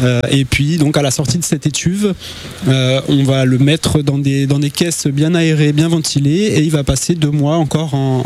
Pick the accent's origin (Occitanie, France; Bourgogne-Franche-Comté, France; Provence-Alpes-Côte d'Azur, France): Occitanie, France; Lectoure; Je viens de Lectour, à côté.